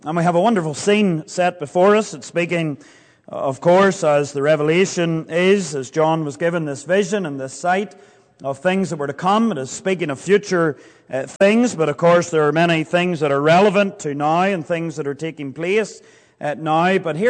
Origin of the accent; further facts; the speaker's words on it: United Kingdom; now in Calgary, Canada; being British